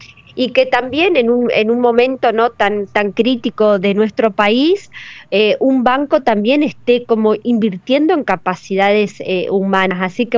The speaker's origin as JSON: {"language": "Spanish", "region": "Entre Ríos", "country": "Argentina", "said": "fuimos 2 argentinas las que quedamos seleccionadas y justamente 2 entrerrianas"}